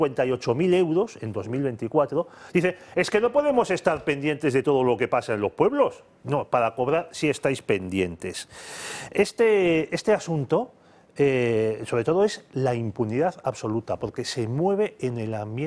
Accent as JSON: {"language": "Spanish", "town": "Bilbao", "region": "Basque Country", "country": "Spain", "said": "vengo de Bilbao"}